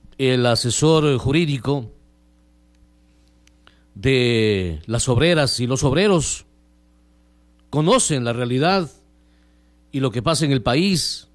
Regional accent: Gonzanamá, Loja, Ecuador; now in Amazon region, Ecuador; al menos de donde vengo, en la provincia de Loja, el cantón Gonzanamá.

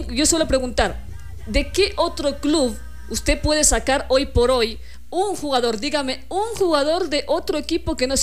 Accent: Ecuador

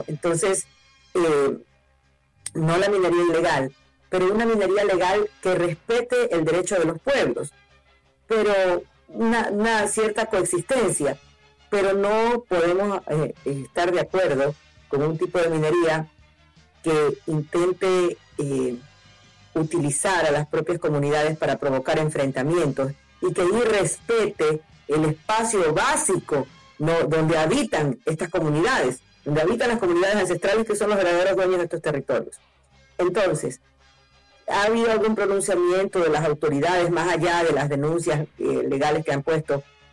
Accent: Ecuador

